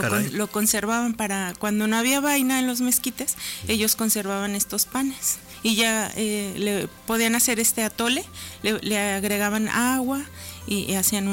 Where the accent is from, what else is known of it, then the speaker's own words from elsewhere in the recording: Aguascalientes, Mexico; yo nací en Aguascalientes a principios de los 70s y crecí en el Mercado Terán. Mi familia es del Mercado Terán